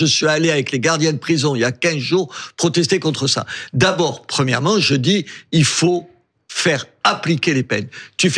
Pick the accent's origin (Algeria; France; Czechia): Algeria; born there; Moi, je suis né en Algérie. Je préfère quand c'est l'Algérie qui gagne